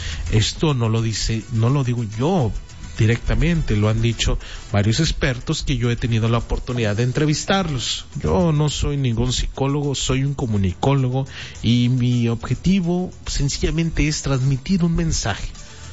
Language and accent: Spanish; Piedras Negras, Coahuila, Mexico; no olvidemos que somos negropetenses, no olvidemos que somos de Piedras Negras